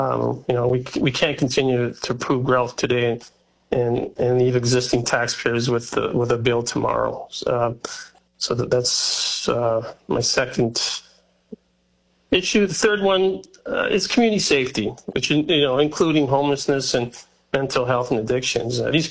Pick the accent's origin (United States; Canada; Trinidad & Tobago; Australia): Canada; Welland, Ontario; I was born and raised in Welland. This is my home.